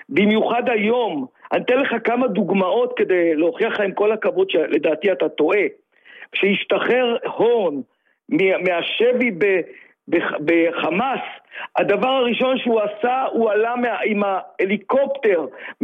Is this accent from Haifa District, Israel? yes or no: no; Beersheba, Southern District, Israel; אני בן 67, והשייכות לקבוצה, אני באר שבעי במקור